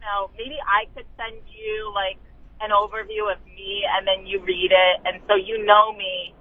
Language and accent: English; Bridgewater, United States; when I was growing up in Bridgewater